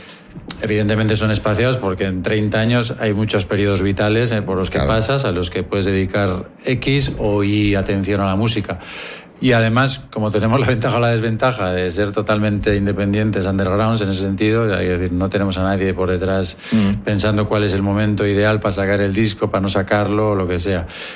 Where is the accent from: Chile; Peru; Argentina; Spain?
Spain; Leioa, Basque Country; somos de Leioa